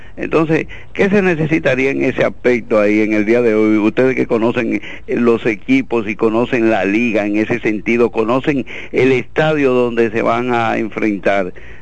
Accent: Jarabacoa, La Vega, Dominican Republic; aunque soy de Jarabacoa, yo entiendo que Salcedo ha hecho un gran trabajo

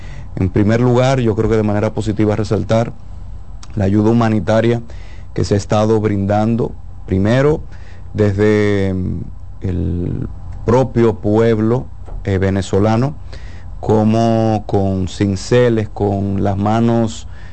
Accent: Dominican Republic; pueblos hermanos como nosotros, República Dominicana.

